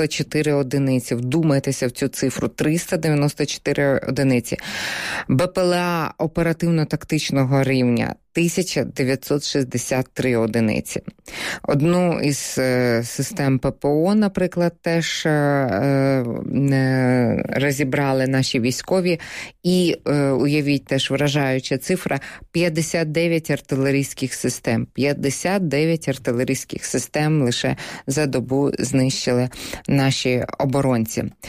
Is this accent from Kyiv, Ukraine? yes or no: yes; Kyiv, Ukraine; Ну, я вам як киянка скажу, що справді і ця ніч, на жаль, була теж дуже-дуже непростою.